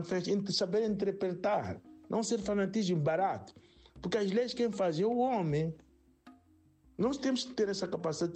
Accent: Mozambique; próprios imigrantes, não só imigrantes, os nossos membros das nossas comunidades, a perceberem o que nós, como moçambicanos, também temos de desempenhar nos nossos papéis.

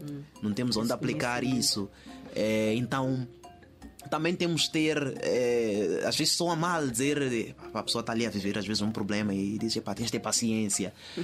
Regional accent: Maputo, Maputo City, Mozambique; moved away; Eu nasci em Maputo, cresci entre os bairros Njavela, Zona Verde, T3. Ali é a minha malta, é o meu chão.

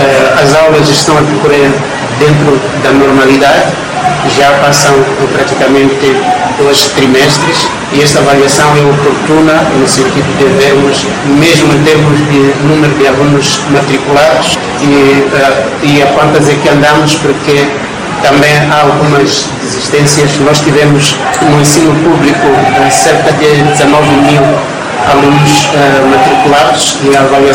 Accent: Mozambique; todos nós, como moçambicanos

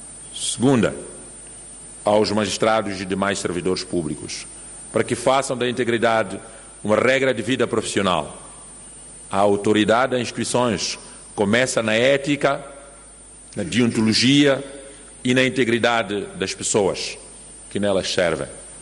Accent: Mozambique; para que façamos do diálogo um instrumento privilegiado para a resolução das nossas diferenças como moçambicano.

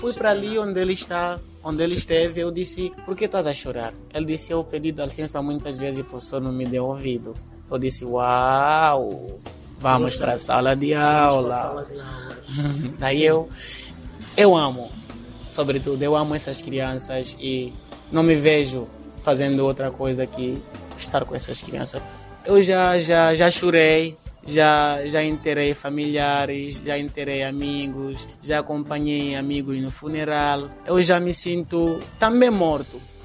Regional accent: Mozambique; Nós todos somos moçambicanos

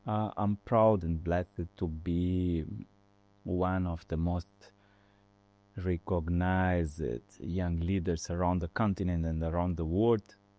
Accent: Maputo, Mozambique; moved away; also born or lived in Portugal / Russia / Italy / France; Regarding when I was growing up in Maputo City, where I born

